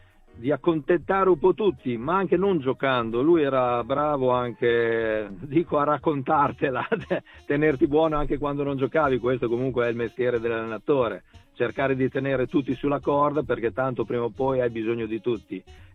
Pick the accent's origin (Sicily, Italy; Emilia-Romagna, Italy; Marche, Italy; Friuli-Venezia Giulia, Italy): Emilia-Romagna, Italy; sono un emiliano e gli emiliani vogliono la verità.